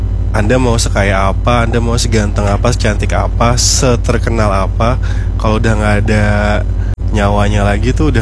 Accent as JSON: {"language": "Indonesian", "town": "Tangerang", "region": "Banten", "country": "Indonesia", "said": "Oke, perkenalkan, saya dari Tangerang, saya mantan di SDM dan umum 2000."}